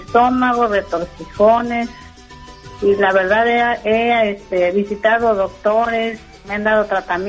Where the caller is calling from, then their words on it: Fort Worth, Texas, United States; De Fort Worth.